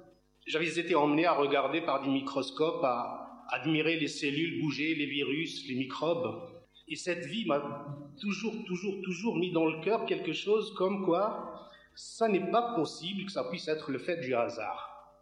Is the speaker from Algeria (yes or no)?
yes; Algeria; born there